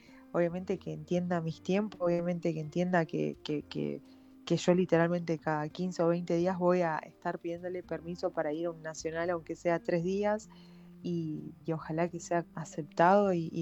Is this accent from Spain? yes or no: no; Argentina